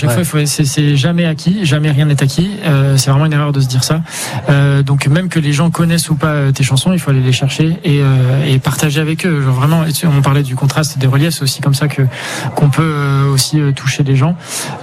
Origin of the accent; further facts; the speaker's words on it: Geneva, Switzerland; born there; Genève. Je suis né à Genève, tout à fait.